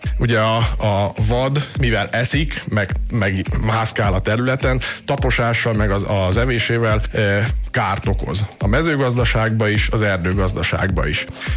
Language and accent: Hungarian; Székesfehérvár, Fejér, Hungary; városi gyerekként nőttem fel, mert itt laktam Fehérváron